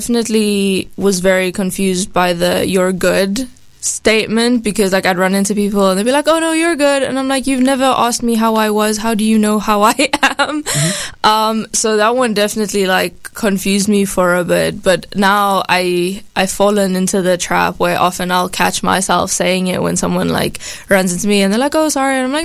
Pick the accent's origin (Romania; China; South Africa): South Africa; Johannesburg, Gauteng; now in Wayne, United States; this more little area of the city I'm from. But like, to get across Johannesburg can take you anywhere from like 30 minutes to like 45